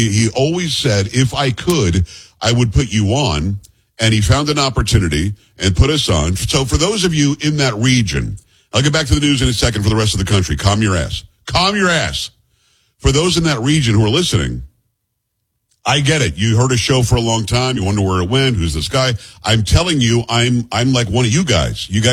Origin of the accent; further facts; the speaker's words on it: Florida, United States; where I grew up in South Florida